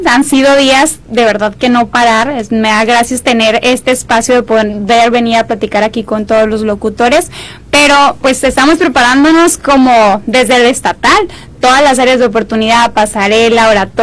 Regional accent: Mexico; las mexicanas que vamos con todo el flow a este certamen

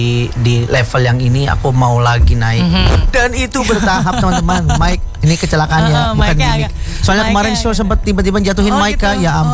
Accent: Mojokerto, East Java, Indonesia; Aku kan lahir di Mojokerto, Jawa Timur.

